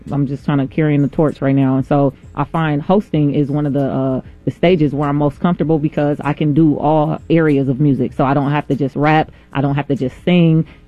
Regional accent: Minneapolis, Minnesota, United States; I hail from right here, the north side of Minneapolis. I represent Northside. Everywhere that I go, anywhere in the world, you're going to know that I am from North Minneapolis.

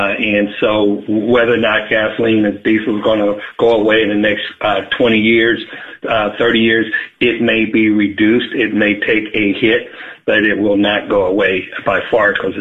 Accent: Middletown, Ohio, United States; I'm from Middletown, Ohio. So in Middletown, the only thing here is Armco or AK Steel.

